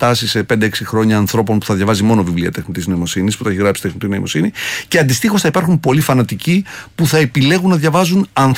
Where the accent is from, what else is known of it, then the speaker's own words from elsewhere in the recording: Trikala, Thessaly, Greece; Από όταν μεγάλωνα, στα Τρίκαλα που μεγάλωσα, πήγα στο Λύκειο με προϋπόθεση να υπάρχει θεατρική ομάδα.